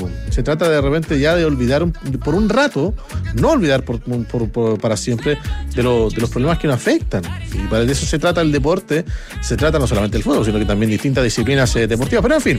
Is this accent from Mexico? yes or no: no; Chile